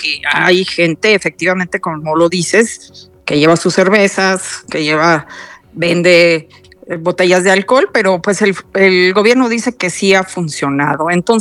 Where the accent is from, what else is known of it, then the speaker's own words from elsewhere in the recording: Mexico; algo que en lo personal como mexicana me parece ver vergonzoso